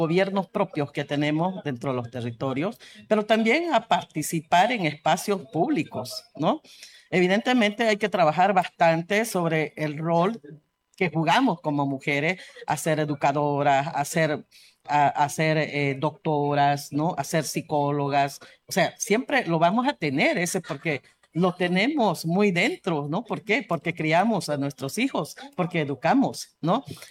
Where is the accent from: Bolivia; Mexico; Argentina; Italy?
Bolivia